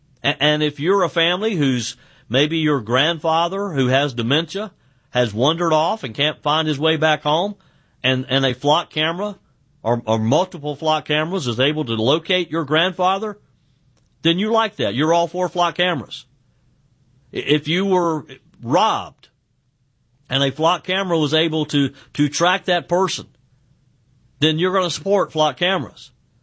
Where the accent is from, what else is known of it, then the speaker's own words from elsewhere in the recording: South Carolina, United States; I mean, right here in my home state of South Carolina